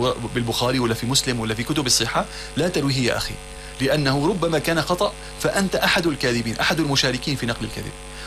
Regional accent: Syria; moved away; اليوم نحن من حرم من سوريا والله.

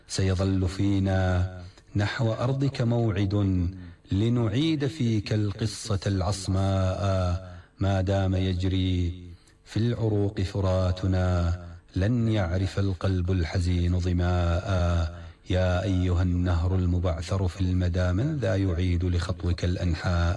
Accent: Deir ez-Zor, Deir ez-Zor Governorate, Syria; moved away; وهو الأستاذ زياد الشملان ابن مدينتي وابن دير الزور

